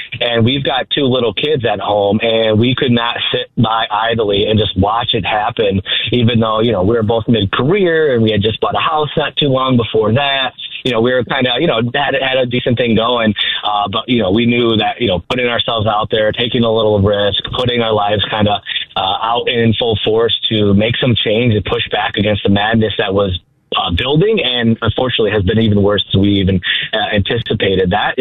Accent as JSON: {"language": "English", "town": "Rockford", "region": "Illinois", "country": "United States", "said": "I am from the Rockford area, so lived a little bit all over Winnebago County, but both my parents are from the west side of Rockford, working class people"}